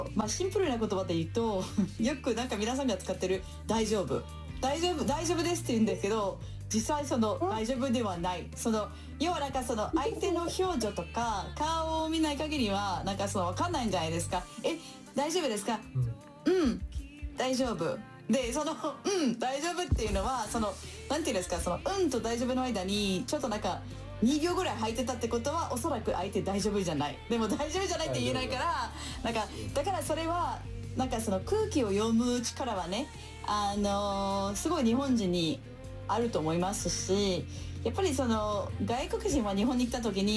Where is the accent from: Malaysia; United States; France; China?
France; Provence-Alpes-Côte d'Azur; Japanese is a second language; moved away as an adult; now in Tokyo, Japan; フランス人です。フランスの、南プロヴァンス出身です。で、日本に来たのは20年前です。